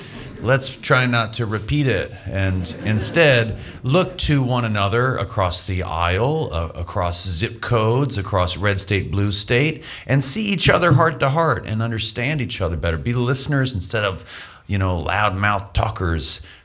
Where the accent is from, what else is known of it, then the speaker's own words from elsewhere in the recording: Virginia, United States; But where I grew up in Virginia, just a few states over